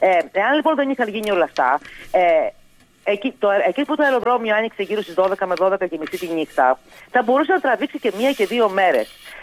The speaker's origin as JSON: {"language": "Greek", "country": "Greece", "said": "είμαι Ελληνίδα"}